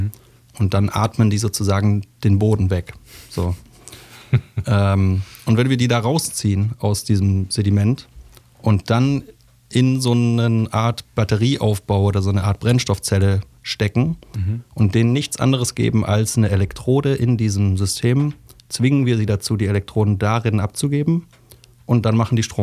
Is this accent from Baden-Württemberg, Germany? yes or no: yes; Baden-Württemberg, Germany; ich bin in Oberschwaben aufgewachsen.